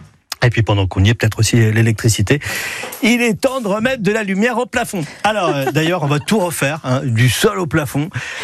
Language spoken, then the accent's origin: French; France; Alors, étant donné que moi aussi, je suis Français, j'ai réfléchi à mon programme, évidemment.